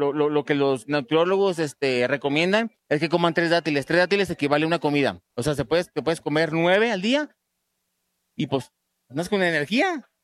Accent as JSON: {"language": "Spanish", "town": "Mexicali", "region": "Baja California", "country": "Mexico", "said": "Sí, yo vengo, como digo, vengo del Valle de Mexicali, estamos pues, en Baja California, de punta a punta."}